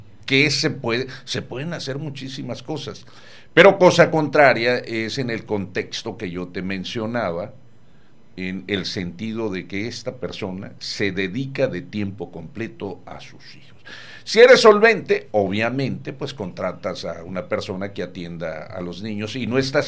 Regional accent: Mexico; moved away; Allá por mi tierra, atraviesa Jalisco y parte de Nayarit, el río Lerma.

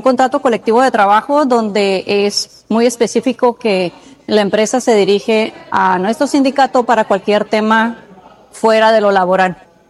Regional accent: Tijuana, Baja California, Mexico; En este caso somos de aquí de Tijuana, pues casi 100 personas.

